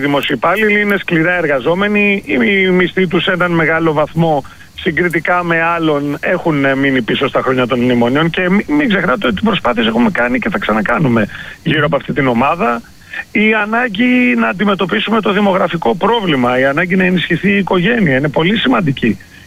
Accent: Piraeus, Attica, Greece; Εγώ θα σας το πω και ως Πειραιώτης.

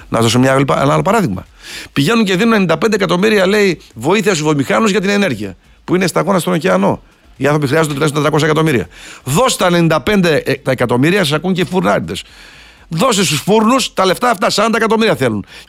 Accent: Vyzitsa, Thessaly, Greece; Είμαστε και συντοπίτες από το Πύλιο

